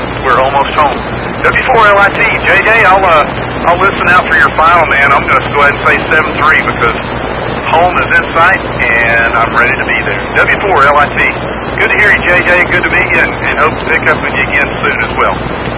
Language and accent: English; Georgia, United States; moved away; I grew up in South Georgia, basically the swamps of South Georgia, where 10 months out of the year, it's hot, humid, like this, miserable bugs, rattlesnakes, and alligators.